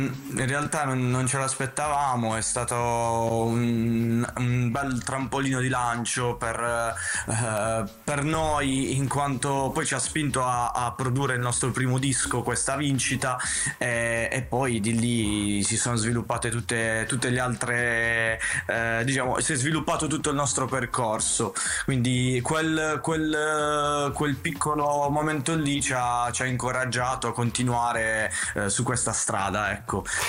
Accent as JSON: {"language": "Italian", "town": "Capurso", "region": "Apulia", "country": "Italy", "said": "Sì, sì, vicino Bari, di Capurso."}